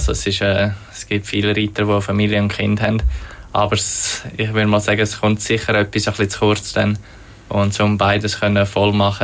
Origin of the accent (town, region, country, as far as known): Switzerland